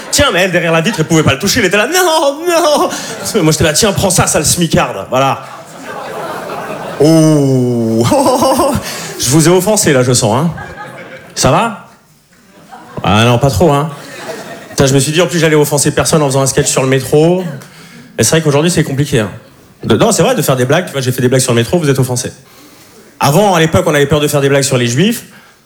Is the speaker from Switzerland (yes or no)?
yes; Switzerland; Enfin, vous, vous me voyez comme un provincial, parce que je suis suisse